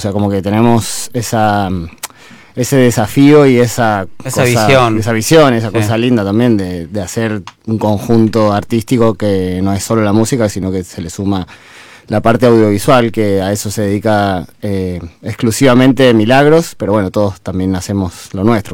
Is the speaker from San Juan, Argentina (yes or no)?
yes; San Juan, Argentina; now in Buenos Aires, Argentina; En realidad yo nací en Capital, pero viví toda la vida en San Juan.